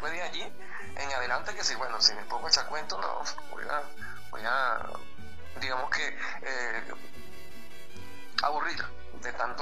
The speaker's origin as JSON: {"language": "Spanish", "town": "Cumanacoa", "region": "Sucre", "country": "Venezuela", "tie": "born or raised there", "said": "Ya a la edad de los 17 años, en mi pueblo, como Aracoa"}